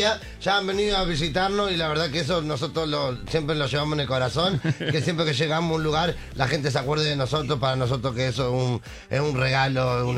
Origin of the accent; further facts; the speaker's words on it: Argentina; que somos de Argentina, somos quinta generación de circo